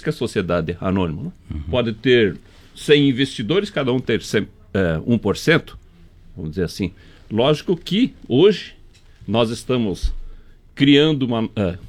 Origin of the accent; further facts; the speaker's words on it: Santa Catarina, Brazil; como bons catarinenses aqui, nós temos que montar agora.